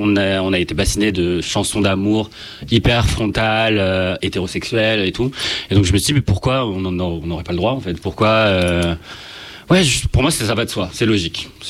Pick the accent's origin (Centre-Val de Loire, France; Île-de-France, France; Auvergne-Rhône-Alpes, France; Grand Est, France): Île-de-France, France; Paris; je suis de Paris